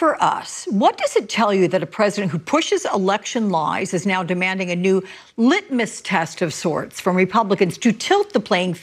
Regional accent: California, United States; born there; And what about our state of California, my home state, too?

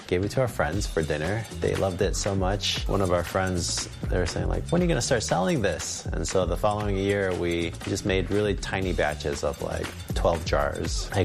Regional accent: Chicago, Illinois, United States; I was born and raised in Chicago, lived here my entire life.

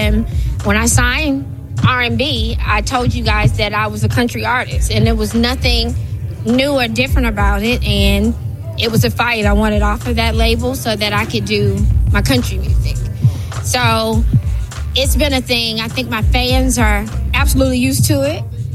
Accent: Tennessee, United States; I'm from Tennessee.

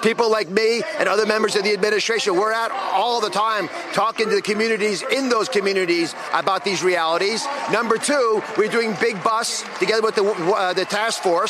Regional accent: Pennsylvania, United States; I'm from Pennsylvania

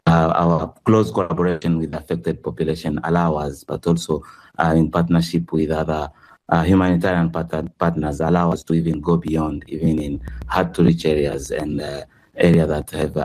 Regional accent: Goma, North Kivu, DR Congo; I grew up in Goma

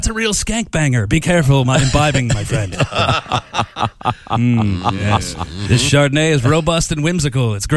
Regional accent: Minneapolis, Minnesota, United States; Minneapolis.

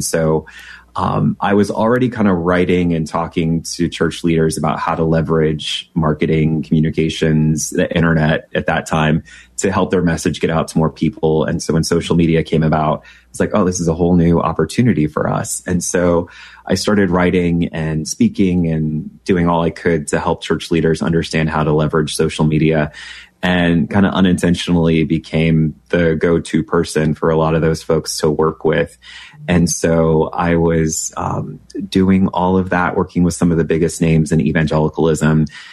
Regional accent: Peoria, Illinois, United States; Yeah, I grew up in Peoria, Illinois. So small town, Illinois, loved it.

